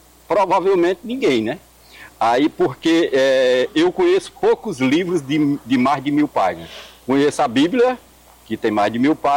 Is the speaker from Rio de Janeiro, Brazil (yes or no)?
no; Orós, Ceará, Brazil; uma casa de taipa que foi mais ou menos onde eu nasci, lá em Oroz. Numa casa de taipa de chão batido